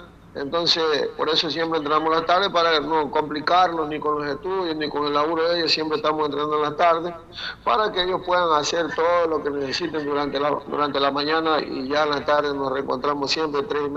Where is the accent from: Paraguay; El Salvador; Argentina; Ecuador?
Ecuador; Pero también uno como ecuatoriano, de estar en su país, también uno siempre quiere ir abriendo puertas